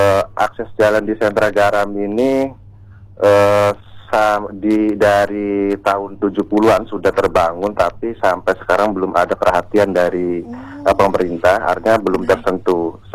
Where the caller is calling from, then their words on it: West Java, Indonesia; saya mewakili warga Rawa Urip, khususnya petani di desa Rawa Urip, Kecamatan Pangeran, Kabupaten Cirebon